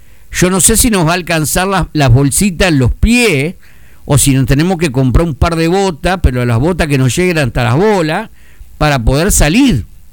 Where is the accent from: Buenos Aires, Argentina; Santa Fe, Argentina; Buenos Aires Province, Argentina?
Santa Fe, Argentina; somos los santafesinos cara de boludo